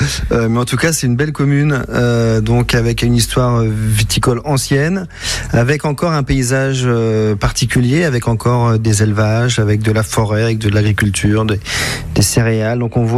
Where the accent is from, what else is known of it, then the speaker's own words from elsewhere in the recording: Chaource, Grand Est, France; also born or lived in Troyes; now in Le Breuil, France; moi, je suis né à Troyes. Je suis né à l'hôpital des Hauts-Clos, comme beaucoup de gens, d'ailleurs, beaucoup de gens qui sont de Troyes. Donc, on a vécu à Chaource pendant une quinzaine d'années. Moi, j'ai vécu 15 ans à Chaource